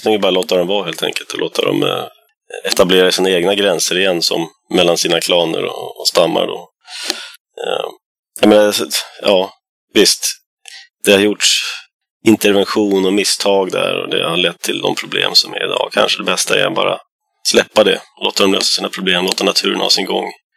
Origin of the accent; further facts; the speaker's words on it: Sweden; Som svensk